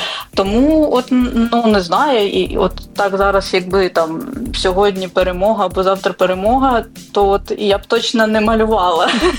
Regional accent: Kharkiv, Kharkiv Oblast, Ukraine; оскільки я сама з Харкова

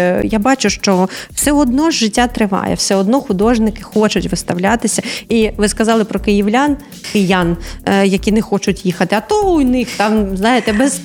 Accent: Donetsk Oblast, Ukraine; я родом з Донеччини

